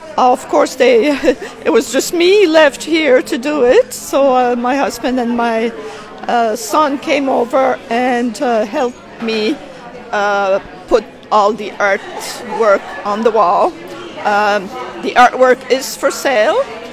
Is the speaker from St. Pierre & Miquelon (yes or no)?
yes; Saint-Pierre, St. Pierre & Miquelon; now in Newfoundland, Canada; so I joined them because I'm from St. Pierre as well.